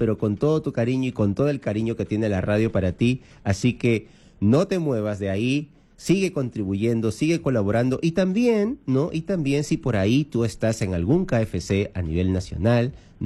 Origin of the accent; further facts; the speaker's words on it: Callao, Peru; yo soy del Callao, de años